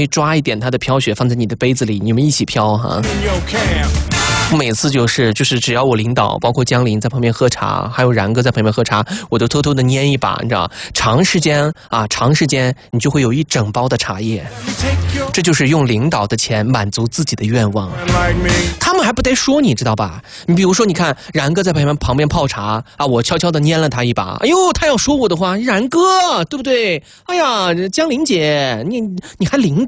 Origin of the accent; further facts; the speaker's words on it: Xinjiang, China; now in Sichuan, China; 我们新疆人喝奶茶哈，这个一定要干什么，就里面撒一把盐啊